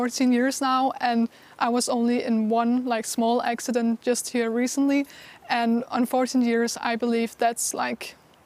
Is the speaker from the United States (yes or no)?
no; Copenhagen, Capital Region of Denmark, Denmark; I'm 20 years old. I grew up in Copenhagen and I have always lived here.